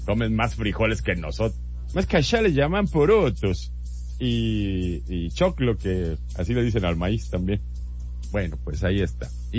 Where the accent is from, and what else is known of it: Mexico